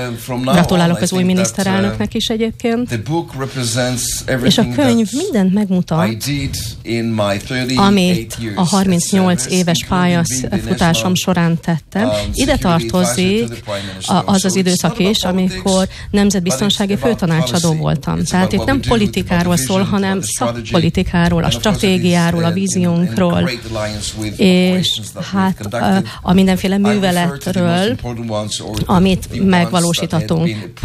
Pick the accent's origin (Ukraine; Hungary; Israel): Israel; born there; Hungarian is a second language; Tehát én ugye a közel-keleten születtem, és ott igazából nagyon nehéz háborunk volt, ami igyekezett legyőzni Izrael államot, az volt a fő célja.